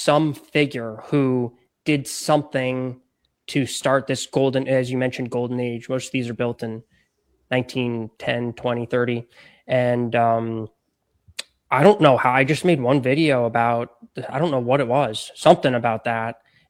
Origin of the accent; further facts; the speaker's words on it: Florida, United States; I grew up golfing in Florida and in the South, and it felt a little more manufactured to me.